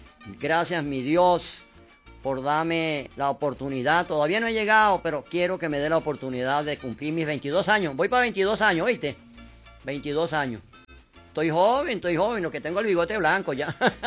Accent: Mérida, Venezuela; now in Caracas, Venezuela; Saludo mi tierra merideña, de verdad, muchos saludos a mi familia en Ejido, en Lagunillas, en Los Chorros de Milla.

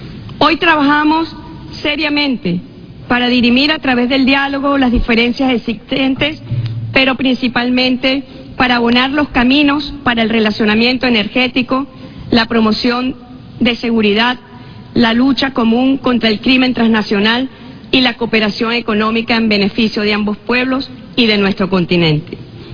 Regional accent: Venezuela

